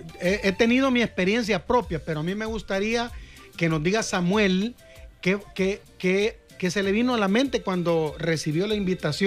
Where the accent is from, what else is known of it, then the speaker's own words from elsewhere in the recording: El Salvador; todos representáramos como artistas salvadoreños que somos